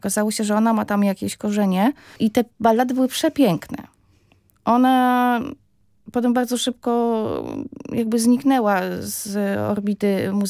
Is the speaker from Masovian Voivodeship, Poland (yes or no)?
yes; Masovian Voivodeship, Poland; born there; also born or lived in Opole; Ja się urodziłam w Opolu. Bardzo krótko tam mieszkałam, wczesne dzieciństwo, potem rodzina wyniosła się na Mazowsze.